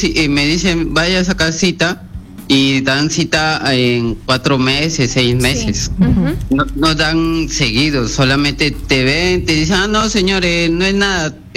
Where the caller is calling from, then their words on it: Callao, Peru; llamo de Callao.